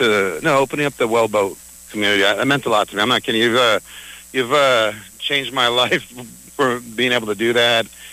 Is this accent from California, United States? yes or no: yes; California, United States; moved away as an adult; now in Pittsburgh, United States; I grew up in the Orange County coast. Grew up around Big Bear Lake, Lake Hemet, Silver Lake, Lake even Matthews, where my mom and dad live.